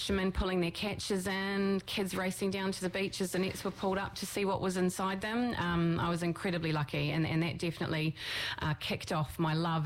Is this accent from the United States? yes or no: no; Hawke's Bay, New Zealand; I was so lucky growing up in Central Hawke's Bay.